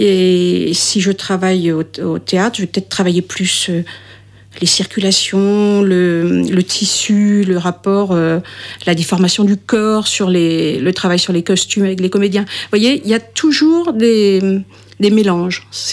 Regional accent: Brest, Brittany, France; born there; Je suis bretonne, je suis née à Brest et je suis partie travailler à Paris parce que il y avait un peu plus

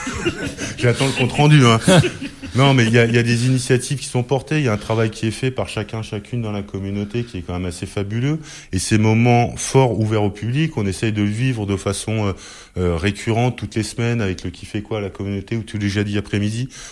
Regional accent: Île-de-France, France; now in Brittany, France; Moi j'ai migré en Bretagne, je venais d'Île-de-France

